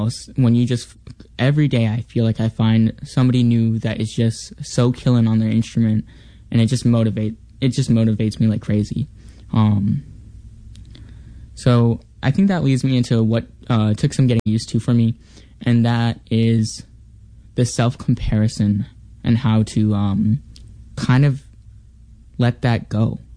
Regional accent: Waipahu, Hawaii, United States; moved away as an adult; now in Boston, United States; I'm from Waipahu. I graduated from Roosevelt High School, and I'm currently finishing up my last year here at Berklee College of Music here at Boston.

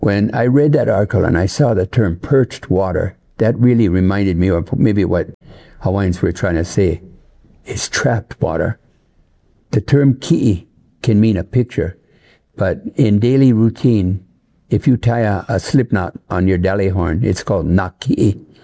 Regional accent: Ireland; Pardon the roundabout, but I'm Irish.

